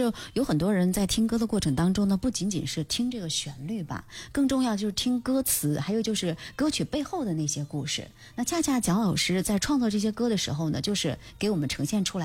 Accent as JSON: {"language": "Chinese", "town": "Linfen", "region": "Shanxi", "country": "China"}